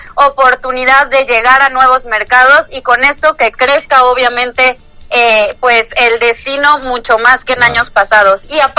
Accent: Puebla, Mexico; como los poblanos nos lo merecemos

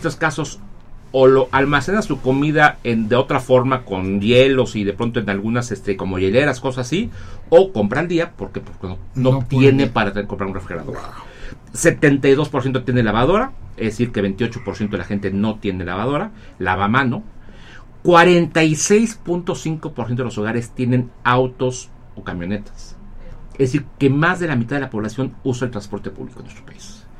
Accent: Mexico; así vivimos en un promedio como mexicanos.

